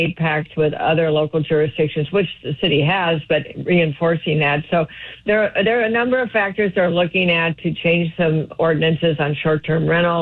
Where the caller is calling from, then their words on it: Sacramento, California, United States; I'm an assembly person still in Sacramento. I'm calling you from Sacramento.